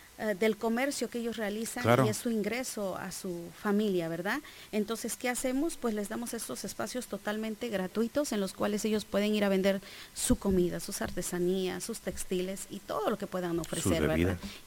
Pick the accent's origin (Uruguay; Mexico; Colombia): Mexico; todos los que radicamos en este bello y hermoso país somos mexicanos y tenemos descendencia indígena